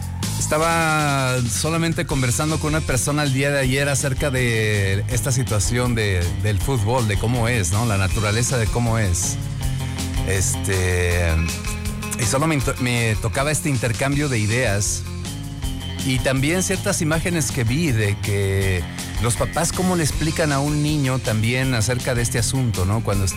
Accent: Mexico; Soy mexicano.

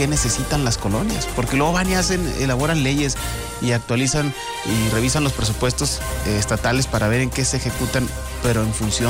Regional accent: Saltillo, Coahuila, Mexico; born there; yo nací en Lomas de Lourdes, justamente en este distrito, en el 16

